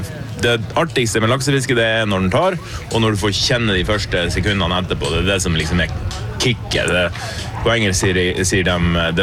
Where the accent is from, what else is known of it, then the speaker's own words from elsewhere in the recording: Billefjord, Finnmark, Norway; moved away; jeg er jo opprinnelig fra Billefjord i Porsanger.